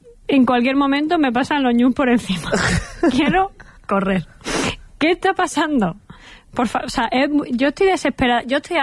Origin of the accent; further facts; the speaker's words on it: Cuenca, Castilla-La Mancha, Spain; Y la otra, que soy de Cuenca, cojones.